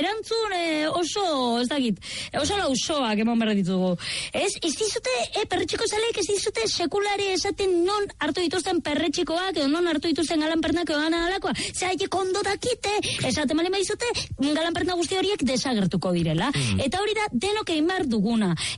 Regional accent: Bilbao, Basque Country, Spain; etzaitezte etorri ze Iralakoak gara super gaiztoak, eta bueno, bai, oso txungoak gara. Iralan oso txungoak gara, etzaitezte etorri nere ausora, mesedez.

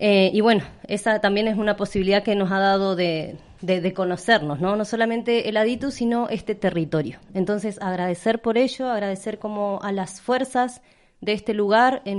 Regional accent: Argentina; Les decía que … soy del pueblo mapuche, vengo de Puel Mapu, de Argentina.

